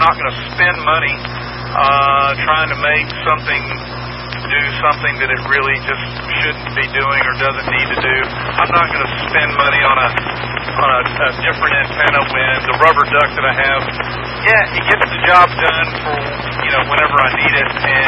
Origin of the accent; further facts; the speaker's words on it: Knoxville, Tennessee, United States; born there; I was born in Knoxville. I was born at UT Hospital. So, go Vols. I like Tennessee. Tennessee is a beautiful place, especially East Tennessee. It's just beautiful